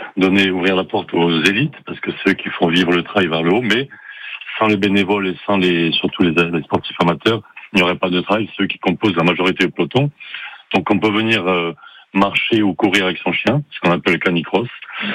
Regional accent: France; Donc c'est un peu un clin d'œil au biathlon, qui est très connu chez nous en France

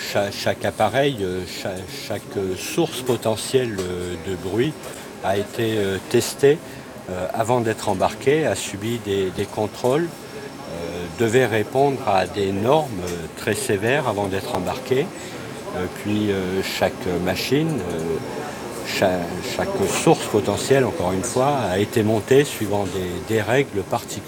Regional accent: Quart, Aosta Valley, Italy; Oui, je suis également de Quart.

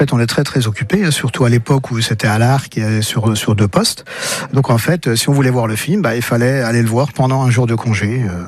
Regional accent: Montbard, Bourgogne-Franche-Comté, France; also born or lived in Dijon; Alors, dans les salles de cinéma de Montbard, ma ville natale, au tout début, hein, j'étais très jeune, et puis ensuite à Dijon, à la fin de mes études

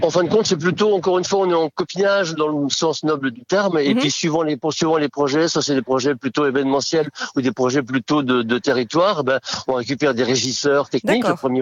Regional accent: Nouvelle-Aquitaine, France; ce monsieur, il était clarinettiste des balles et banquets chez nous dans le Poitou.

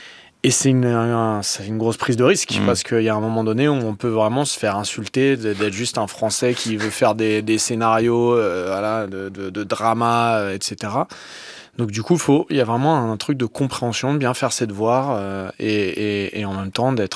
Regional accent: France; en tant que Français, j'avais peur de me faire écraser à Hollywood.

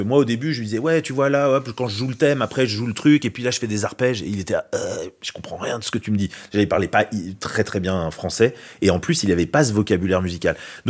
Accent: Paris, Île-de-France, France; en tant que Parisien, dans les années 2000 ou 2010, ayant accès au monde entier, à Internet

